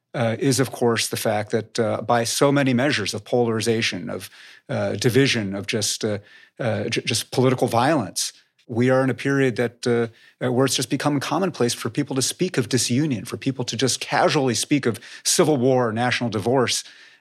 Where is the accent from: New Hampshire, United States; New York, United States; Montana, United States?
New York, United States; Poughkeepsie; I'm the son of Chinese immigrants. I was born in Poughkeepsie, New York. I was raised in the Hudson Valley